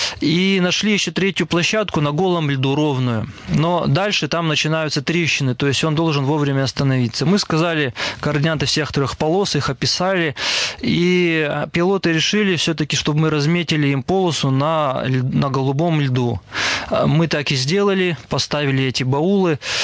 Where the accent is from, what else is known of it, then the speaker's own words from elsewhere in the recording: Perm, Perm Krai, Russia; и я один из Перми